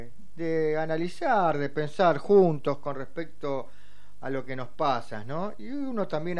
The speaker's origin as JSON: {"language": "Spanish", "country": "Argentina"}